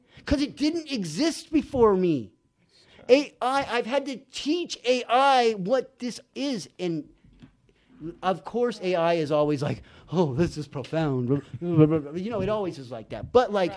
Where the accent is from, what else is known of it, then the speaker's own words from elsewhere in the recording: San Bernardino, California, United States; also born or lived in San Felipe, Mexico; so I kind of feel like I'm kind of from San Felipe and then also from San Bernardino. Most people don't know that about me, but I partially grew up in Mexico during the summers